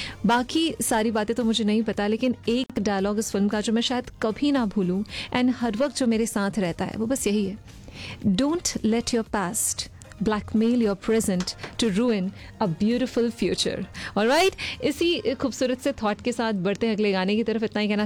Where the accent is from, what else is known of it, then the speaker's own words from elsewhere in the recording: Chhattisgarh, India; हम छत्तीसगढ़ से हैं तो ये बात सुनकर बहुत अच्छा लगा